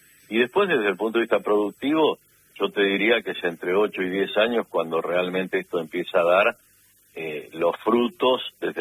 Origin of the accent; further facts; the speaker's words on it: Martínez de Oz, Buenos Aires Province, Argentina; Yo de un pueblito de Martínez de Oz, a 20 kilómetros de distancia, sí. En el partido de Lincoln, ¿no?